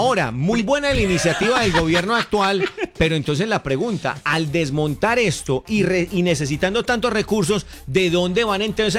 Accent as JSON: {"language": "Spanish", "country": "Colombia", "said": "Sí, soy colombiano."}